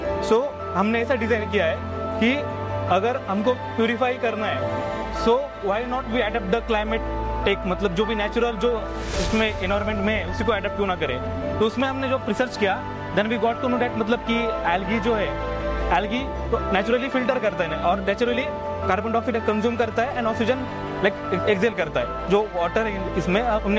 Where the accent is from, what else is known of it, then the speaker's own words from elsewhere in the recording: Beed, Maharashtra, India; I am from basically from Beed Maha